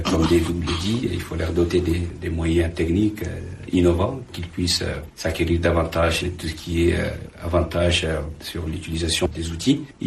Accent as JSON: {"language": "French", "country": "Chad"}